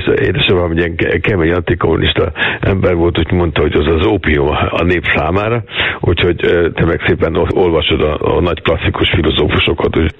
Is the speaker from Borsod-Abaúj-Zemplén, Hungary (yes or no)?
no; Budapest, Hungary; én pesti srác vagyok